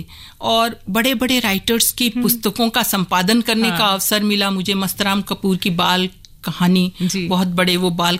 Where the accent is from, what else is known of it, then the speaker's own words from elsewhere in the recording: Bikaner, Rajasthan, India; मुझे आकाशवाणी बीकानेर में programme executive के रूप में पोस्ट किया। अब वो तो मेरा अपना शहर, वहीं पली बड़ी, तो मुझे कोई दिक्कत नहीं हुई।